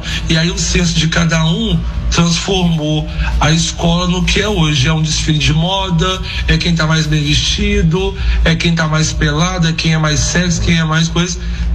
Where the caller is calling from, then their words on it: Juiz de Fora, Minas Gerais, Brazil; eu falo de Juiz de Fora, Minas Gerais.